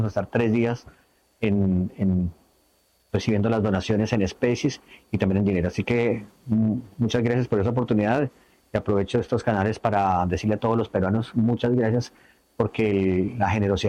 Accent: Colombia; moved away; los colombianos somos muy resilientes

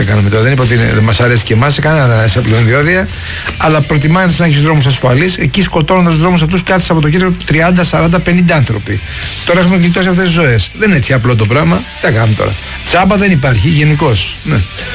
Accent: Kalamata, Peloponnese, Greece; για να πάω στο χωριό μου στην Καλαμάτα

